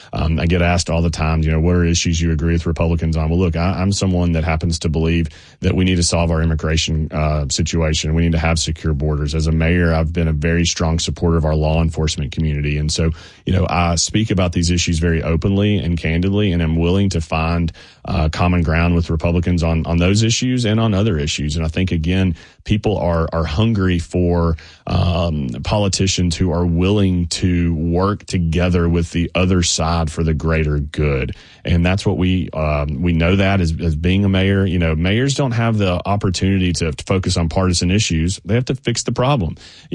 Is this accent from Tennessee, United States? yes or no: yes; Columbia, Tennessee, United States; Of course, I'm from Columbia, born and raised, went to school in Knoxville, went to law school in Memphis. And so I'm Tennessee through.